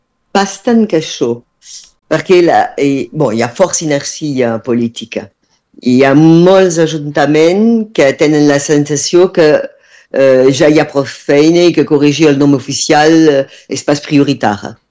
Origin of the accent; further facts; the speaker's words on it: Collioure, Occitania, France; un apadrinament republicà bilingüe en el meu poble de Cotlliure.